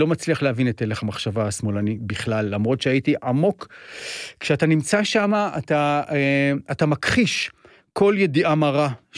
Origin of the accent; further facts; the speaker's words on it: Jerusalem, Jerusalem District, Israel; moved away as an adult; אני ירושלמי פעם, עד גיל 18 הייתי ירושלמי, בן אדם, אני כבר בן 200.